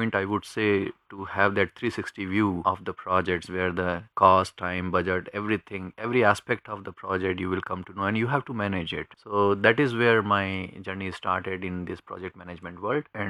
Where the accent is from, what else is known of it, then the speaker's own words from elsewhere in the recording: Udaipur, Rajasthan, India; moved away as an adult; also born or lived in Mumbai / Pune; now in United States; I grew up in Udaipur and studied there, and then later for the job reason I had to move from Udaipur to different places